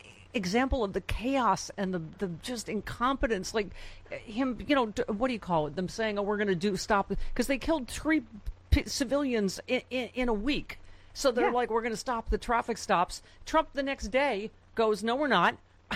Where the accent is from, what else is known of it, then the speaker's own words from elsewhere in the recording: Buffalo, New York, United States; is he in fact from my hometown of Buffalo?